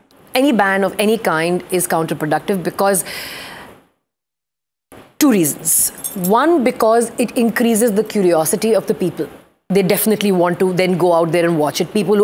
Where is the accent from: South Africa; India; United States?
India; Punjab; I mean, I'm vested in Punjab because I'm from Punjab.